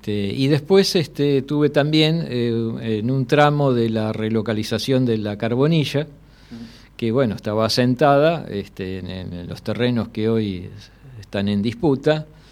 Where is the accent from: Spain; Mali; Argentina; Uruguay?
Argentina; Mar del Plata, Buenos Aires Province; born there; also born or lived in Tandil, Argentina; now in Zárate, Argentina